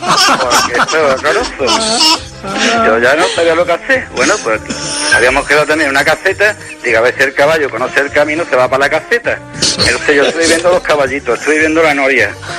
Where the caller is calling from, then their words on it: Algeciras, Andalusia, Spain; yo llamo de Algeciras.